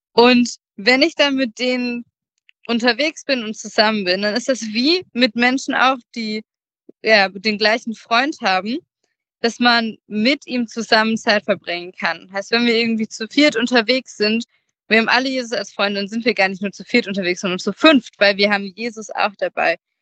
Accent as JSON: {"language": "German", "country": "Germany", "moved": "as an adult", "lives_now": "Austria", "said": "vielleicht hört ihr schon, ich komme gar nicht aus Österreich, sondern ich komme aus Deutschland und ich wohne ziemlich weit weg. Als ich nach Österreich gekommen bin, sind wir 9 Stunden mit dem Auto gefahren"}